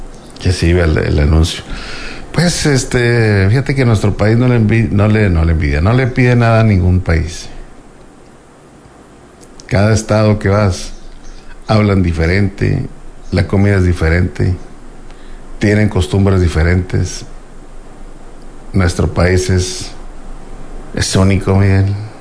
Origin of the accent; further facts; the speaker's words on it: Cuba; Cuba. Las cubanas, soy una cubana.